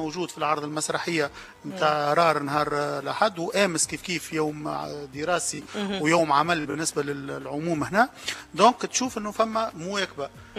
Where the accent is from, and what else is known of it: Sfax, Sfax Governorate, Tunisia